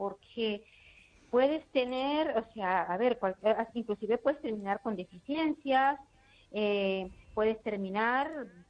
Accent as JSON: {"language": "Spanish", "town": "Ourense", "region": "Galicia", "country": "Spain", "said": "aquí de Orense, ¿sabes?"}